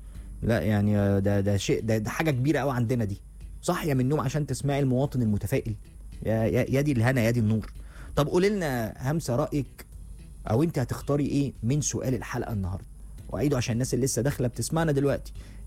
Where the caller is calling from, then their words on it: Sohag, Sohag Governorate, Egypt; من سوهاج، احب اصبح على خالي محمود ومراته شيماء وستي ام خلف